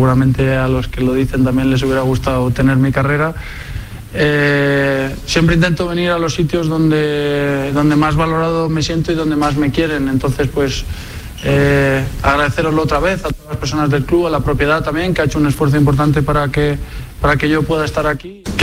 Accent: Madrid, Community of Madrid, Spain; y el hecho de que soy de Madrid, de estar en casa, te aseguro que para mí era la situación más complicada.

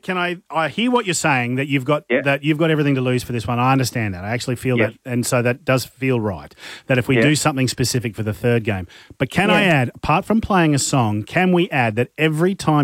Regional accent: Queensland, Australia; Yes, they are from Wollongong and we are from Queensland.

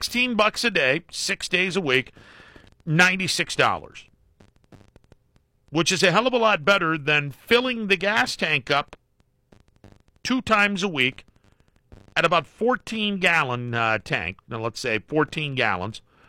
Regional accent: Ohio, United States; I am not from the Akron area. I'm from the southern part of the Mahoning Valley.

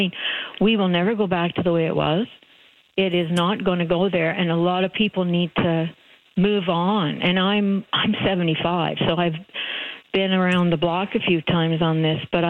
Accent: Canada; now in Port Credit, Canada; as a Canadian, I can say that, you know, we grew up with complacency.

